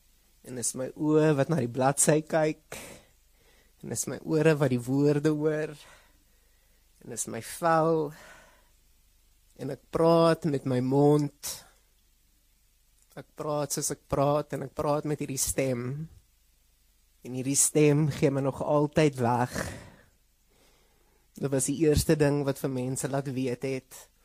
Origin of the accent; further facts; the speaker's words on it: Mbombela, Mpumalanga, South Africa; Ek kom uit die Laagveld uit. Mbombela spesifiek. Maar ek sê altyd Laagveld, want ek het groot geword saam met die mense van Sabi en Easy View en Komati Poort en Mashi Singh en Kanye Mazan